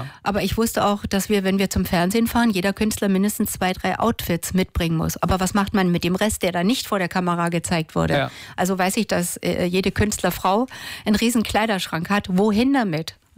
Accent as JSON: {"language": "German", "town": "Weißwasser", "region": "Saxony", "country": "Germany", "tie": "born or raised there", "said": "unter anderem in meiner alten Heimat in Weißwasser am 9. Dezember."}